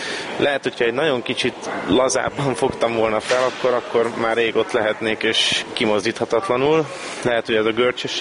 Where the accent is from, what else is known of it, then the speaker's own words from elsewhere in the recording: Budapest, Hungary; Egy külvárosi részen, a 16. kerületben születtem, ott is nőttem föl, és a mai napig ott vagyok.